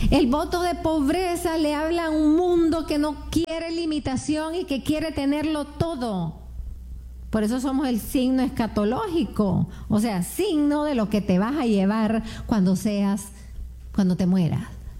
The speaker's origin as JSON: {"language": "Spanish", "country": "Nicaragua", "said": "Yo soy Nica"}